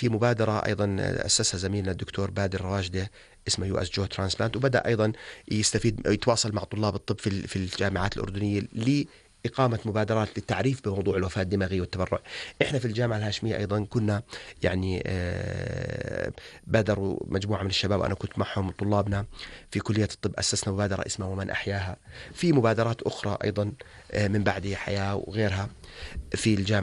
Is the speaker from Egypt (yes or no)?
no; Jordan; وإحنا في الأردن